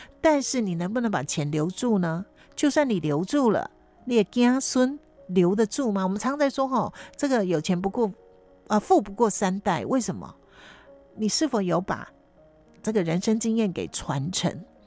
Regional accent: Taiwan; 台湾话说得很好听，我们说台语说怕算

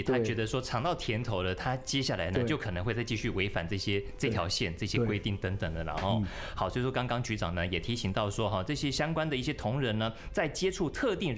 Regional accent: Taiwan; 我们台湾人讲求人情味

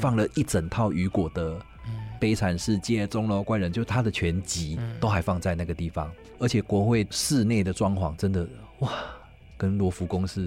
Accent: Kaohsiung, Taiwan; 也是我们高雄人

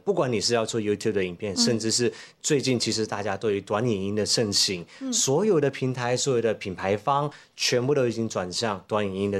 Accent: Malaysia; now in Taiwan; 我是马来西亚人嘛，所以对于我来说，我在新竹的生活，我在台北的生活

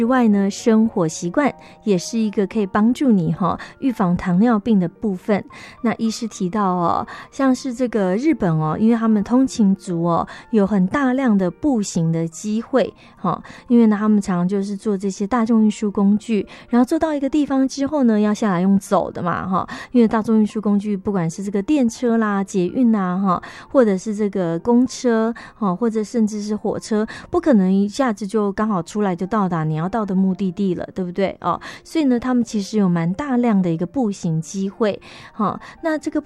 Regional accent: Taiwan

